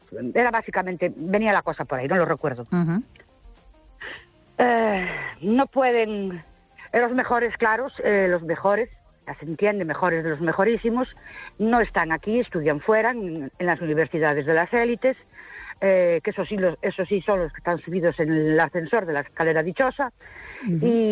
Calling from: Ourense, Galicia, Spain; Buenas noches … de Orense.

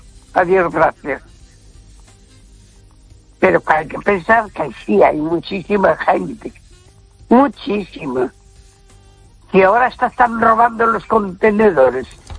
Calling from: A Coruña, Galicia, Spain; de Coruña.

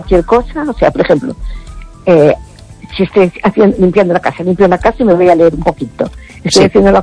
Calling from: Vigo, Galicia, Spain; Desde Vigo.

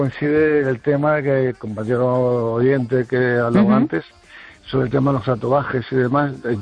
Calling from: Lugo, Galicia, Spain

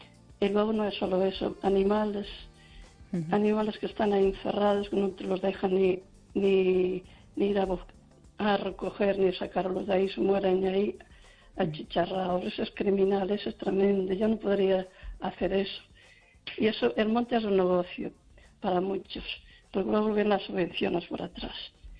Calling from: Lugo, Galicia, Spain

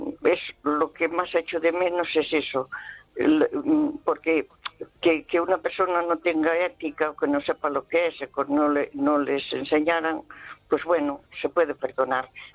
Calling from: Santiago de Compostela, Galicia, Spain; de Santiago.

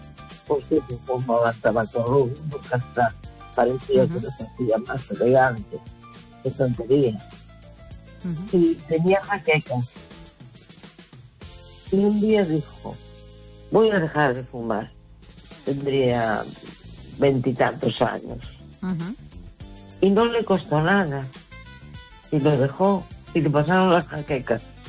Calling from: A Coruña, Galicia, Spain; de La Coruña.

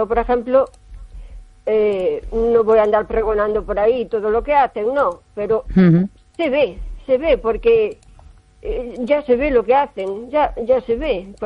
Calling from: O Carballiño, Galicia, Spain; Hola, Esther. Buenas noches. … de Carballiño.

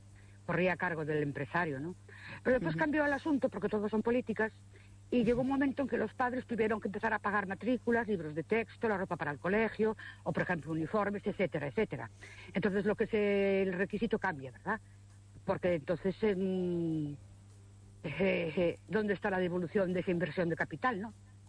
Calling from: Ourense, Galicia, Spain; Buenas noches … de Ourense.

